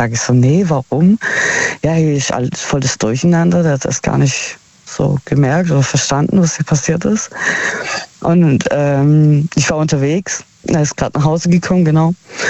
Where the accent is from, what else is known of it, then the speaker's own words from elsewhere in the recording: Heilbronn, Baden-Württemberg, Germany; Aus Heilbronn.